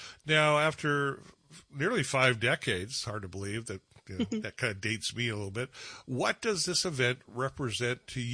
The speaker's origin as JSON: {"language": "English", "country": "Ireland", "said": "Being Irish, so I love the good Irish food down there"}